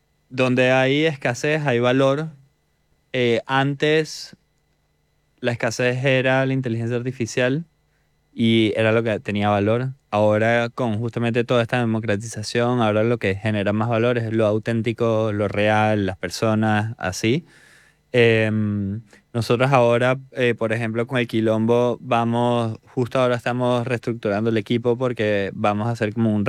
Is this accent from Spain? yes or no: no; Venezuela; como nosotros somos venezolanos